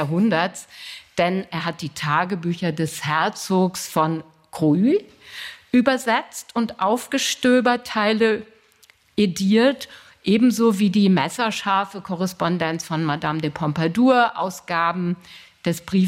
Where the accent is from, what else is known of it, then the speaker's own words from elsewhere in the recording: Lower Saxony, Germany; Ich komme nämlich auch aus Niedersachsen